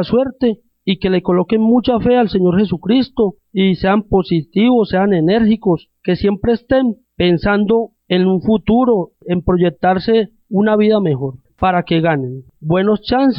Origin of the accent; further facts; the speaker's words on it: Apartadó, Antioquia, Colombia; De apartado Antioquia, Urabá, la zona de Urabá.